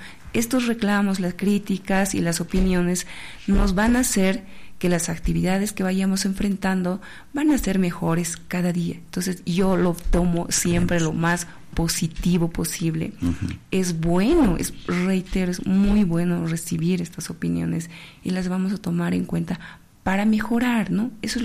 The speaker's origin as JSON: {"language": "Spanish", "region": "Potosí", "country": "Bolivia", "said": "todos somos potosinos"}